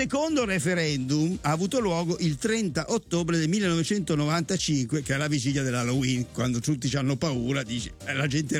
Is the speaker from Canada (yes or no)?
yes; Montreal, Quebec, Canada; also born or lived in Italy; Io quando mi conviene sono canadese, quando mi conviene sono italiano, quando mi conviene sono montrealese